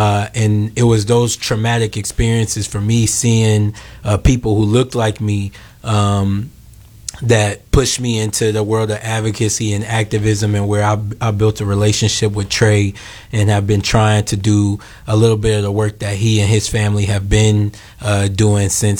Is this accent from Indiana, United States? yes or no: yes; South Bend, Indiana, United States; So I'm from South Bend, Indiana, originally, born and raised.